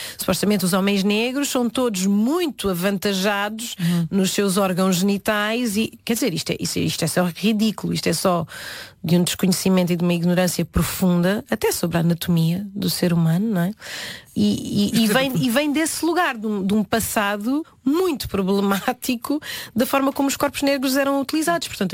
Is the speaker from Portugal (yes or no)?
yes; Portugal; born there; Eu vinha na barriga da minha mãe e já nasci cá.